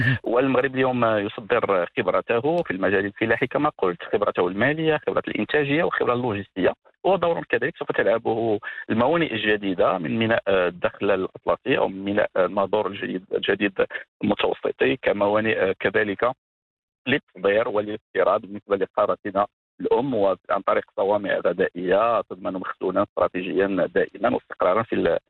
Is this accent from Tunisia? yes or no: no; Morocco; وهي الملكية التي نتوحد جميعا كمغاربة حولها